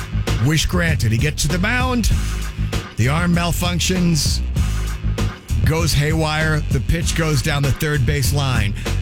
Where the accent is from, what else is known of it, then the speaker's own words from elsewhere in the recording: East Coast, United States; now in Southern California, United States; Trust me, I'm from the East Coast.